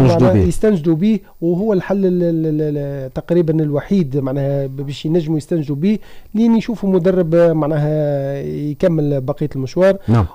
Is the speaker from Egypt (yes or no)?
no; Tunisia; مشكله في تونس اللي ما عندناش ثقافه